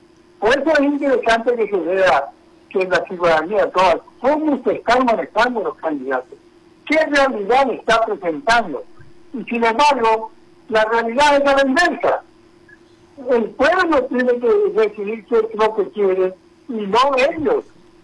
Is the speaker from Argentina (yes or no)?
no; Asunción, Paraguay; Los dueños de Asunción somos los asuncenos todos